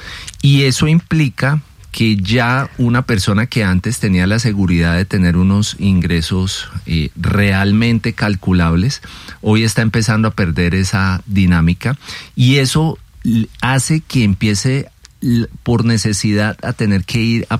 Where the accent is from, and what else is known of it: Colombia